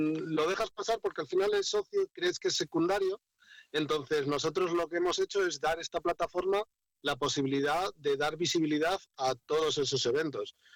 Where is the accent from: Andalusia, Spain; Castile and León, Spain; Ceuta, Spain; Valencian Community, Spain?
Castile and León, Spain; León; moved away as an adult; also born or lived in Madrid / Gijón; soy un chico de León, que estudié Ingeniería Informática en la Universidad de León. Estuve trabajando por Madrid, por Gijón y ahora he vuelto a la tierra.